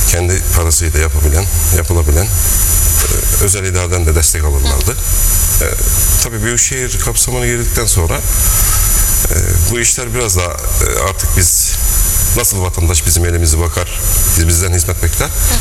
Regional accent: Bozdoğan, Aydın, Turkey; also born or lived in İzmir; ben 1971 Bozdoğan Yaka Mahallesi doğumluyum.

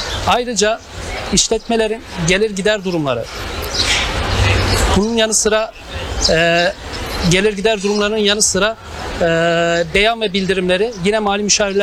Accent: Kars, Turkey; born there; also born or lived in İzmir; now in Aydın, Turkey; 10 Ekim 1991 Kars doğumluyum.

